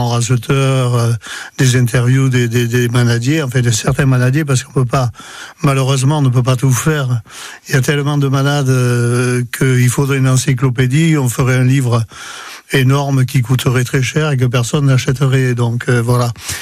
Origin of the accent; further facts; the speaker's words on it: Occitanie, France; born there; Et déjà, moi, je suis né en Cévennes. Bon, je suis né plus haut, en Pays de Mine.